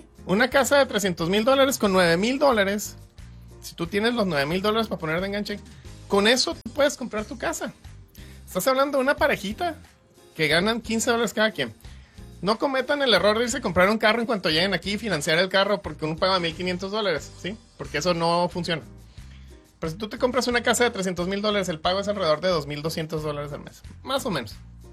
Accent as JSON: {"language": "Spanish", "country": "Mexico", "moved": "yes", "lives_now": "United States", "said": "En mi país, yo vengo de México"}